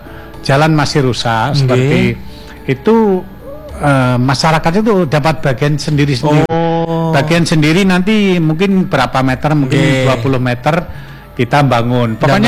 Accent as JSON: {"language": "Indonesian", "region": "Java", "country": "Indonesia", "tie": "born or raised there", "moved": "yes", "said": "dulu kan kalau masih kecil itu kan di Jawa belum ada lampu listrik."}